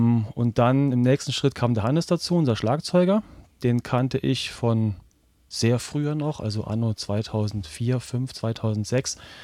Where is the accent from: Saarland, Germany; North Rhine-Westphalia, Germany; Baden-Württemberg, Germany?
Baden-Württemberg, Germany; Reutlingen; Wir kommen räumlich, sag mal, aus dem Großraum Reutlingen auch und Tübingen, ja.